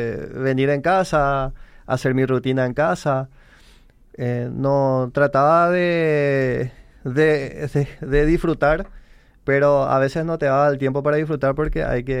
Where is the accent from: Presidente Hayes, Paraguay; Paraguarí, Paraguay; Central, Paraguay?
Presidente Hayes, Paraguay; Yo que soy de Bajo Chaco, yo que soy de la zona de Falcón